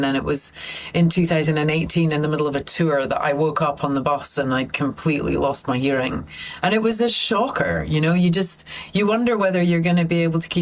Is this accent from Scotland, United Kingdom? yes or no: yes; St Andrews, Scotland, United Kingdom; So because we grew up in St. Andrews, it was only 10,000-11,000 people in town when we grew up. It was just a small place.